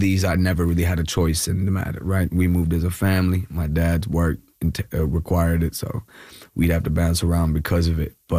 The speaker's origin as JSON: {"language": "English", "region": "Kerala", "country": "India", "moved": "yes"}